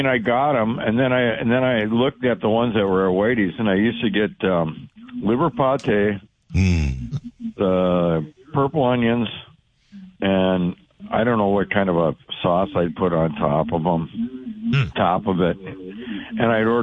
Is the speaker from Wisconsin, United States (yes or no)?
yes; Milwaukee, Wisconsin, United States; And, you know, I come from Hard Roll City around Milwaukee and stuff like this